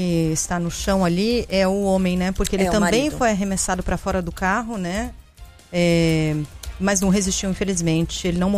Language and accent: Portuguese; São Paulo, Brazil; Eu sou muito paulistana pra isso.